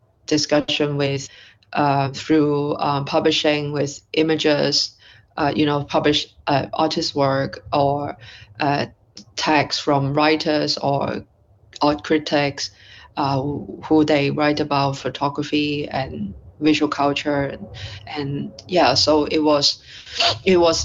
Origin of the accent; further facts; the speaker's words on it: Hong Kong; English is a second language; now in London, United Kingdom; I'm from Hong Kong. I am currently in London, but I for 1 year. But I usually based in Hong Kong